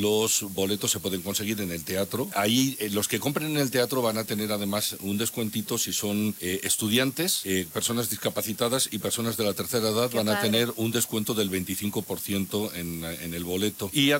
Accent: Morelia, Michoacán, Mexico; also born or lived in Spain; soy barítono, nacimiento español, pero más moreliano, más michoacano que el ate.

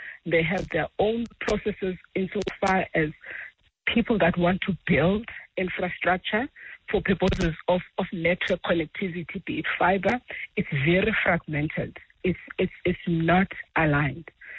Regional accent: Pretoria, Gauteng, South Africa; I come from Pretoria.

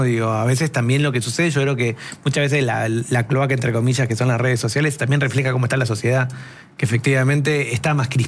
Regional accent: Argentina; para los que somos argentinos

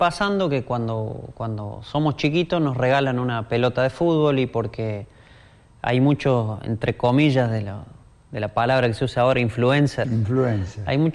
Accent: Argentina; pasa eso con lo competitivo que somos

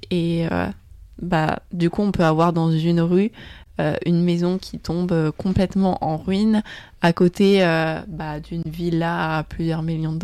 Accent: Lille, Hauts-de-France, France; moved away as an adult; also born or lived in Lyon; now in Brisbane, Australia; J'ai fait mes études à Lyon. J'ai vécu 5 ans là-bas. Et avant ça, j'ai grandi à Lille.

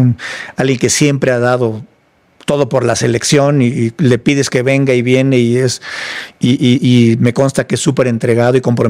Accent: Mexico

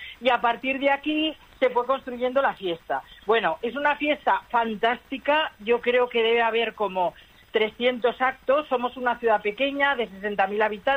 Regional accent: Zaragoza, Aragon, Spain; now in Granollers, Spain; Yo soy de Zaragoza, pero hace muchos años que vivo aquí.

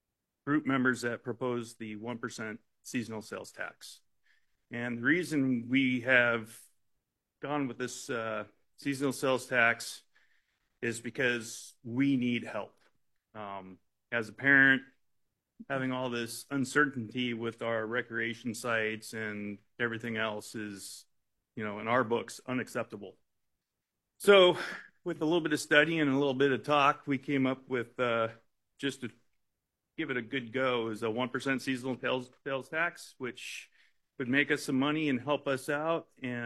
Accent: Lemon Creek, Alaska, United States; I'm from Lemon Creek.

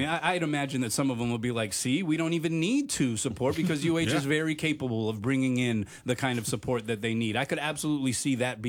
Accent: Honolulu, Hawaii, United States; I come from East Honolulu, so I don't always drive past Halava.

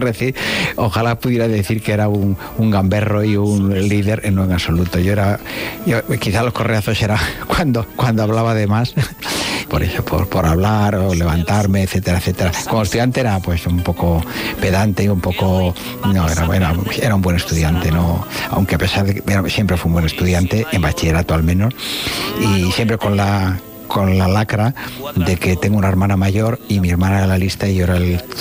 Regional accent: Castilla-La Mancha, Spain; also born or lived in A Coruña, Spain; yo tengo una infancia híbrida porque hasta los 5 años yo nací en Galicia, en La Coruña, y vivía en una ciudad muy bonita hasta los 5 años y después me trasplanté a La Mancha.

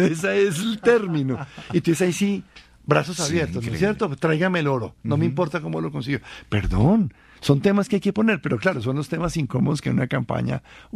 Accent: Colombia; Si nosotros como colombianos entendemos e interiorizamos

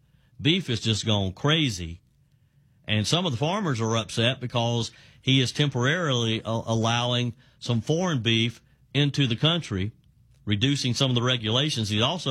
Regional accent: South Carolina, United States; say in my home state of the upstate of South Carolina, you got a farm here in the upstate

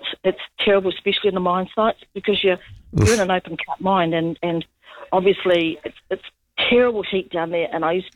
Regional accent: Taumarunui, Manawatū-Whanganui, New Zealand; I am from Taumarunui, actually.

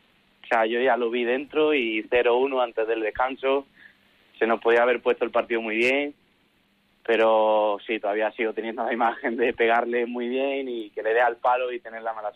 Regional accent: Andalusia, Spain; yo creo que también pues el ir como a mi tierra un poco, Andalucía, pues me ha dado como esa inspiración para marcar el gol

